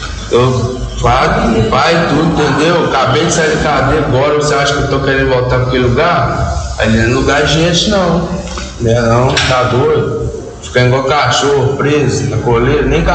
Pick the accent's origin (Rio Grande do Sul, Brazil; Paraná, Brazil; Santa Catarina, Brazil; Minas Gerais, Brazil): Minas Gerais, Brazil; Belo Oriente; Não, eu sou de Belo Oriente.